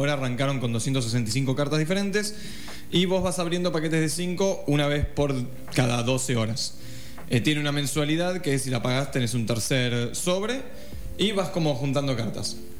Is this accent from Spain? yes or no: no; Argentina; Creo que soy ese argentino en el medio de la TAM.